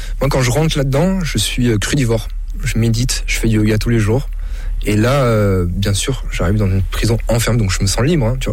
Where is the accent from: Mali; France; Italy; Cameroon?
France; Pour rentrer chez moi en France.